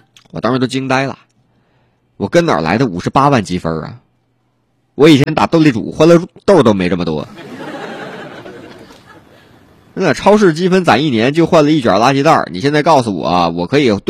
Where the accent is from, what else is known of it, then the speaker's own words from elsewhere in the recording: Dalian, Liaoning, China; now in Changsha, China; 九月份正是我们老家的好时候。9月1号啊，大连开海